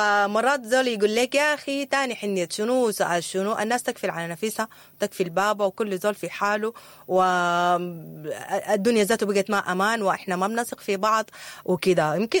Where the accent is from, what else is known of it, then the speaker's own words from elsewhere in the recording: Sudan; أمنية كل سوداني إنه بلدنا ترجع أحسن مما كان